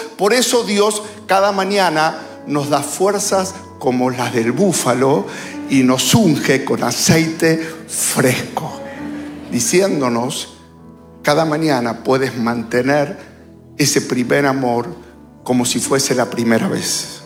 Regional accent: Buenos Aires, Argentina; Era bien jovencito. Me crié en la Capital Federal, así que yo nunca hice asado.

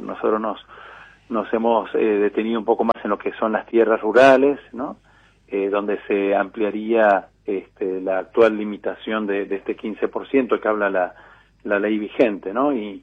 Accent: Argentina

